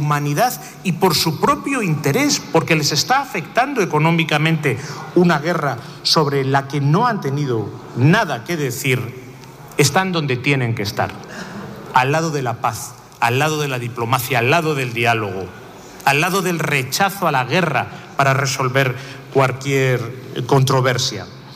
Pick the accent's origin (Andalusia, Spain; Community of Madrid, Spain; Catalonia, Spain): Community of Madrid, Spain; Madrid; Madrid es una ciudad maravillosa, se lo digo como madrileño.